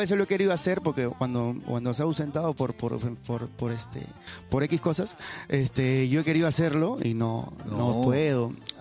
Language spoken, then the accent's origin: Spanish; Peru; Pero somos netamente peruanos.